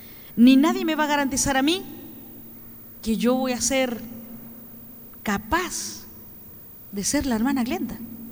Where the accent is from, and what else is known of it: Chile